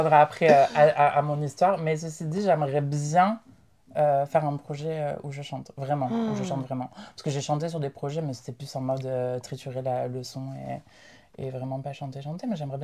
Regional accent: Carcassonne, Occitanie, France; genre la comédie musicale de la romance de Dame Carcasse, parce que je viens de Carcassonne.

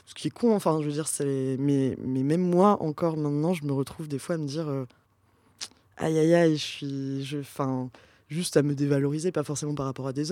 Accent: Pau, Nouvelle-Aquitaine, France; je viens du sud-ouest de la France. Je viens de Pau, dans le Béarn.

